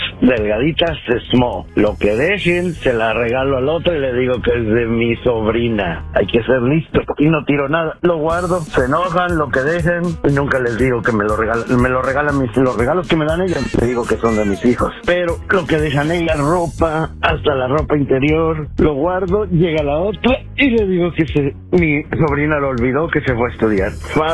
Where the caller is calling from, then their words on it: Rolling Hills, United States; Hablo de la ciudad de Rolling Hills.